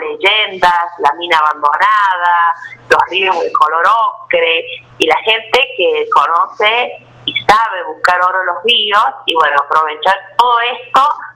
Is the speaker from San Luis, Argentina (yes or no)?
yes; La Carolina, San Luis, Argentina; yo soy de acá de la Carolina, yo desde muy pequeña recuerdo la mayoría de las casas con pajonales, ¿no? Entonces la gente siempre ha sido muy humilde, la mayoría viviendo de la minería, mi abuelo fue minero